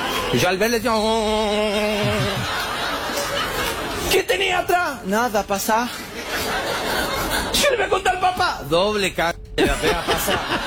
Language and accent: Spanish; Famaillá, Tucumán, Argentina; moved away; en mi pueblo, allá en Famaillá, Tucumán, Argentina, yo soy del interior, del interior, del interior. Soy el inferior del país, me siento